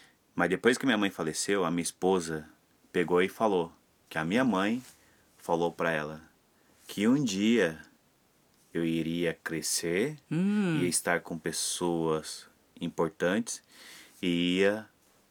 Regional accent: Suzano, São Paulo, Brazil; born there; also born or lived in Bahia / Vila Industrial, São Paulo; E ali na Vila Industrial, em São Paulo, e dali nós fomos morar em Suzano. Em Suzano nós chegamos, como eu falei, em 88, mais ou menos. Fomos morar junto com meus avós materno

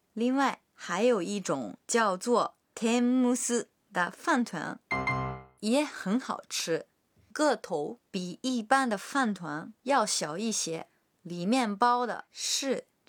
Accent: Japan; Chinese is a second language; 我作为一个日本人会感到特别开心的。

